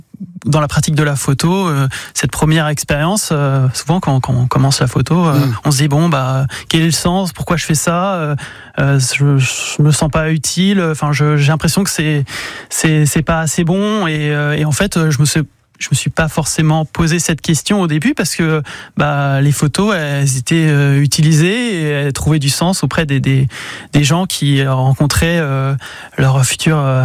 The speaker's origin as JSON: {"language": "French", "town": "Poitiers", "region": "Nouvelle-Aquitaine", "country": "France", "tie": "born or raised there", "also_born_or_lived": "Paris", "said": "Donc du coup, moi je suis né sur Paris. Et il y a à peu près 30 ans, en 96, je suis arrivé sur Poitiers. Donc j'ai fait toutes mes études sur Poitiers, donc de la maternelle à Saint-Exupéry jusqu'à la fac en master"}